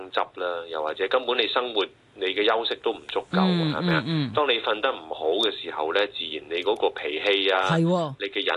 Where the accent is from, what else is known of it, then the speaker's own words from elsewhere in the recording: Hong Kong; 我覺得即係作為一個香港人啊